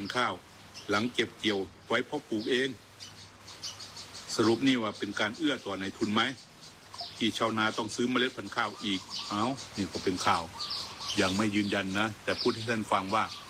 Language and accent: Thai; Southern Thailand, Thailand; ก็เป็นเรื่องที่เราชาวใต้นะครับเลี้ยงควายเนี่ยเขาก็เลี้ยงกลางทะเลเหมือนกันนะ